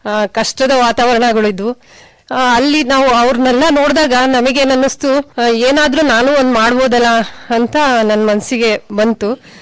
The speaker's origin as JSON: {"language": "Kannada", "town": "Gonibeedu", "region": "Karnataka", "country": "India", "said": "ಭದ್ರಾವತಿ ತಾಲೂಕು ಗೋಣಿಬೀಡು ನಮ್ಮೂರು."}